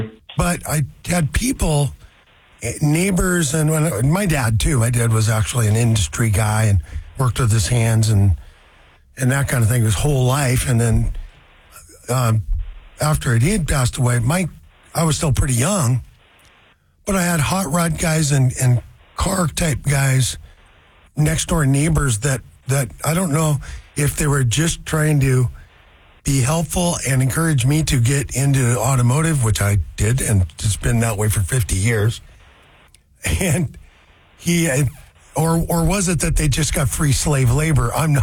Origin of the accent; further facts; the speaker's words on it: Puyallup, Washington, United States; screening in my hometown, which is kind of cool. So that's coming to Puyallup.